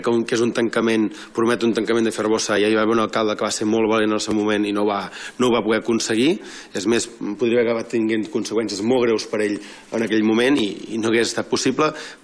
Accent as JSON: {"language": "Catalan", "area": "Gràcia", "region": "Catalonia", "country": "Spain", "tie": "born there", "said": "jo personalment vaig néixer a Gràcia"}